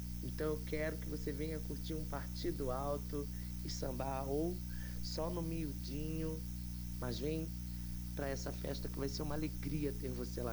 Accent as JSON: {"language": "Portuguese", "town": "Cuiabá", "region": "Mato Grosso", "country": "Brazil", "moved": "yes", "lives_now": "Rio de Janeiro, Brazil", "said": "eu sou de Cuiabá, Mato Grosso, Pantanal. Hoje eu tô radicada no Rio de Janeiro"}